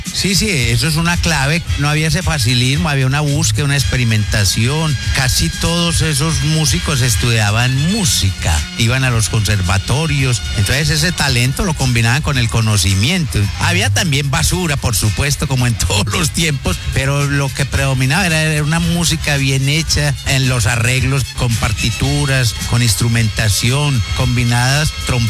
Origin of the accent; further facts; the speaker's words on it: Antioquia, Colombia; de nosotros que somos parte del Caribe también. Pues Antioquia tiene poco de kilómetros de costa caribe y aprendimos a bailar salsa, aprendimos a bailar tango.